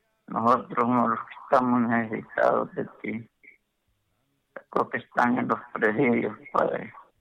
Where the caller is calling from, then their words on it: Honduras; De la vía San Francisco